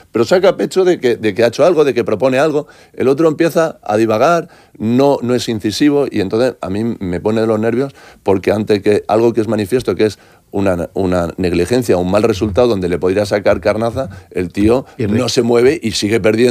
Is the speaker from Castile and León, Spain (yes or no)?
yes; Valladolid, Castile and León, Spain; now in Murcia, Spain; Soy de Valladolid